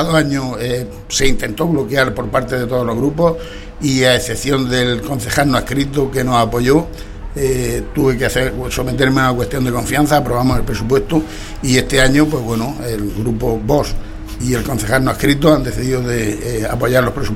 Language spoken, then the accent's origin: Spanish; Totana, Region of Murcia, Spain; born there; mi pueblo donde vivo, donde he nacido y donde están criándose mis nietos